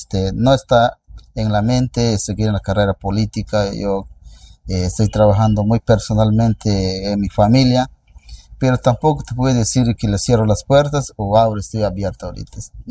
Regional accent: San Martín, Peru; now in Tarapoto, Peru; yo soy del Bajo Huallaga

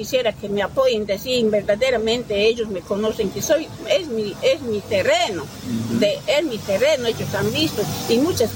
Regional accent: Maceda, Galicia, Spain; que me lo compre en Maceda, porque mi Maceda es mi tierra y mi sitio de venta y de trabajo

